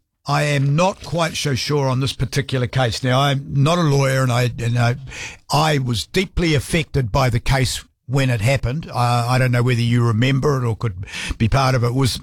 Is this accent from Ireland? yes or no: no; New Zealand; as a Kiwi